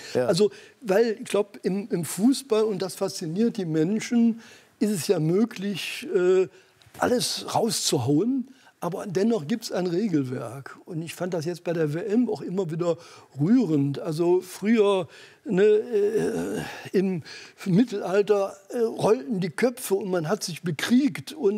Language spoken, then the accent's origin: German; Mönchengladbach, North Rhine-Westphalia, Germany; born there; now in Cologne, Germany; Ich bin gebürtiger Mönchengladbach und hatte das Glück.